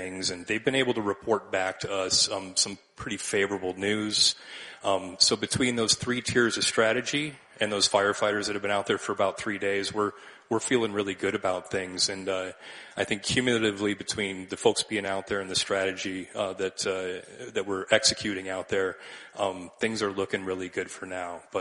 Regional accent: Illinois, United States; also born or lived in Alaska; Although I'm from Alaska, I just wanted to share with y'all, I did grow up in northern Illinois.

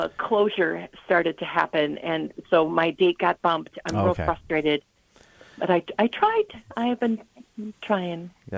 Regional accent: Minnesota, United States; I do love my home state of Minnesota the most.

